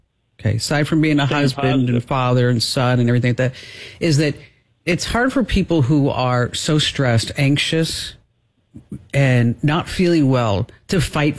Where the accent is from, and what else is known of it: New Jersey, United States